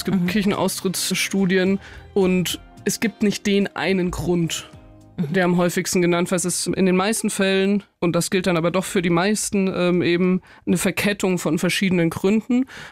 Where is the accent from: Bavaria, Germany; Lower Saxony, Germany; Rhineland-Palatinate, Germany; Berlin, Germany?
Bavaria, Germany; Nittenau; Ich meine, ich bin in Nittenau aufgewachsen, es ist wirklich mitten im Bayerischen Wald, also in der Oberpfalz.